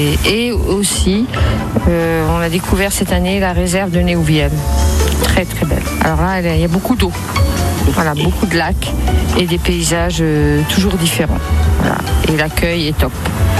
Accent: Pays de la Loire, France; je viens de la Sarthe.

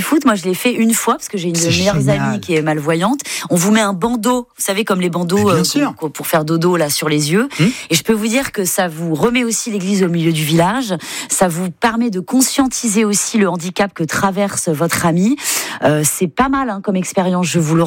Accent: Brittany, France; Quand c'est froid, comme chez moi en Bretagne, une combi, et puis c'est parti.

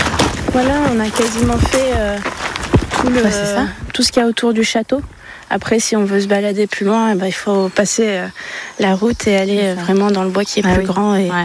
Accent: Hauts-de-France, France; moved away as an adult; also born or lived in Côtes-d'Armor; now in Cotentin, France; Alors, je suis originaire du Pas-de-Calais, du coup, voilà, dans le nord de la France, on a toujours fait ça. Et quand je suis venue ici en Normandie rejoindre mon compagnon

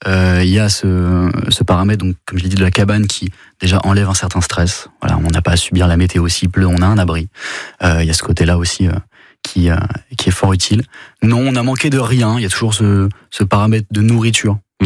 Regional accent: Roubaix, Hauts-de-France, France; Ici, j'ai grandi à Roubaix, à M. On est loin de ce relief-là.

